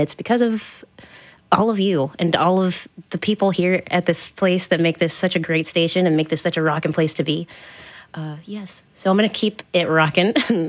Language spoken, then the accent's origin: English; Enid, Oklahoma, United States; born there; I was born in Enid, Oklahoma, so that's part of the reason also why I love … is because we're from the same state